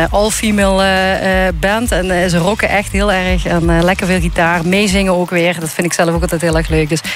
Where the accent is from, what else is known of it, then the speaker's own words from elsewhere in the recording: Brunssum, Limburg, Netherlands; die komt bij mij in het dorp.